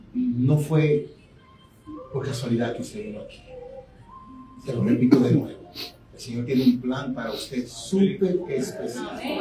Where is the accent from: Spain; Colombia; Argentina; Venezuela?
Colombia; Ya tú eres dominicano, yo soy colombiano